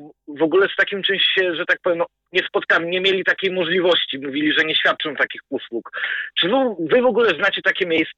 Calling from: Bydgoszcz, Kuyavian-Pomeranian Voivodeship, Poland; ja u siebie w Bydgoszczy

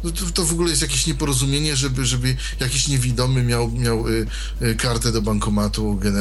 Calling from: eastern Poland, Poland; dzwonię z Polski C, gdzie nie ma ani żadnych ani żadnych euronetów i nie ma ani jednego banku City Handlowego

